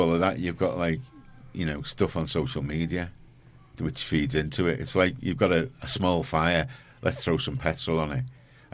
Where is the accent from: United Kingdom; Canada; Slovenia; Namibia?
United Kingdom; Liverpool, North West England; I grew up in Garston, and, you know, there wasn't a lot of black people there